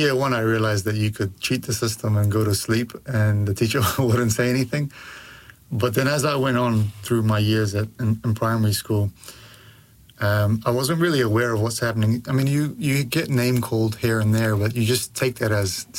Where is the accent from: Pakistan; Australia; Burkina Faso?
Pakistan; also born or lived in New Zealand; I don't remember anything from Afghanistan when I was young because I wasn't born in Afghanistan. I was born in Pakistan. So my early memories are from Pakistan.